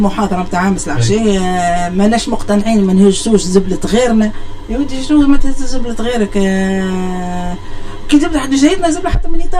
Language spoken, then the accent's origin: Arabic; Ben Guerdane, Medenine, Tunisia; حنا جنود تونس اللي هما اصلا من بنقردان